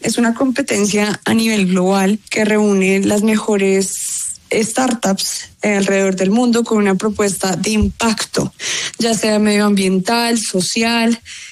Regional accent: Colombia

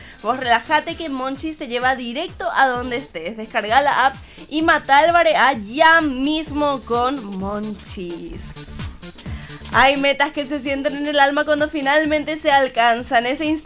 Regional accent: Paraguay; nosotros siendo paraguayos

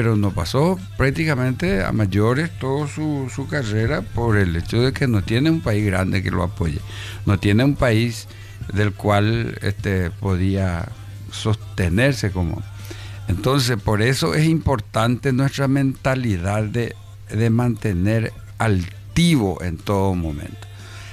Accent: Paraguay; Y de nosotros, ¿verdad? Ñandé ya yo hay que ver como paraguayo

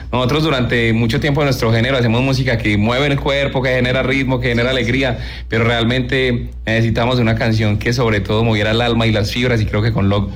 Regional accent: La Virginia, Risaralda, Colombia; also born or lived in Pereira; Yo soy nacido en Pereira, pero me crecí en la Virginia Risaralda, también ver a mi pueblito

